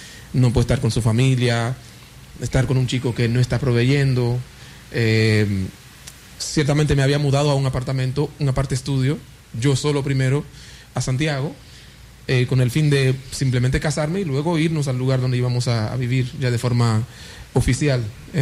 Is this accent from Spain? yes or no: no; Haiti; Spanish is a second language; moved away; Yo soy de Haití